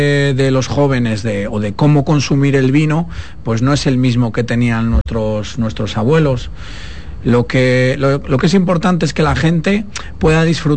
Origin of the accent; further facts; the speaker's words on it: Spain; con nuestro estilo de España